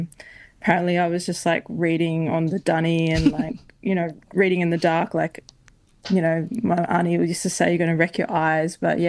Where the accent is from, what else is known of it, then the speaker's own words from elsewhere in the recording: Queensland, Australia; I can write, you know, from the perspective of, you know, being a Queenslander, being a queer person, being a Black fella.